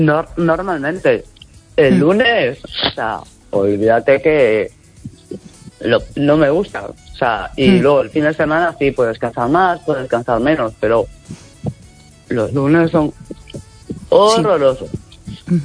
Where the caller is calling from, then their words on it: Chapela, Galicia, Spain; De Chapela.